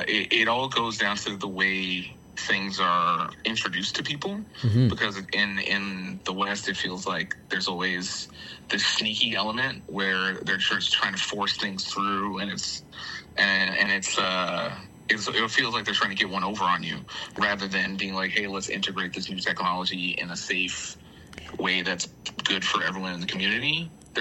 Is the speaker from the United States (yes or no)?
no; Edmonton, Alberta, Canada; also born or lived in Toronto / Montreal; now in Hamilton, Canada; I've lived all over Canada. I grew up in Edmonton. I lived in Toronto for 7 years. I lived in Montreal